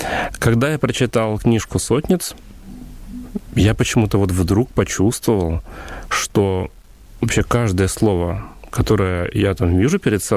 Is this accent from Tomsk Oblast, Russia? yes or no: no; Yuzhno-Sakhalinsk, Sakhalin Oblast, Russia; moved away; Я родился на острове Сахалин, Дальний Восток, в городе Южно-Сахалинске, 50 лет назад. Поэтому у меня абсолютно такое же советское прошлое, как у большинства наших людей моего возраста, скажем так.